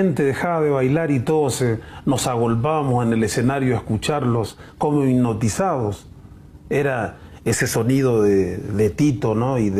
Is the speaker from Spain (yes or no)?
no; Concepción, Corrientes, Argentina; El nombre guaraní de mi pueblo es Yaguareté Corá, que significa corral de tigres. Con el tiempo le pusieron Concepción por la Inmaculada Concepción de la Virgen María